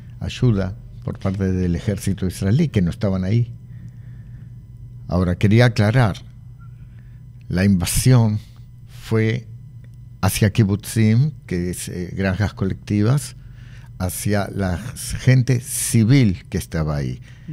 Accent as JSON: {"language": "Spanish", "country": "Argentina", "said": "¿Y qué respondimos? Argentinos, argentinos"}